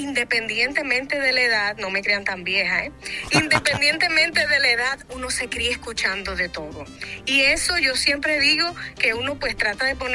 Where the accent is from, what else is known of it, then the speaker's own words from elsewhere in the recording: Dominican Republic; nosotros tenemos un … como dominicanos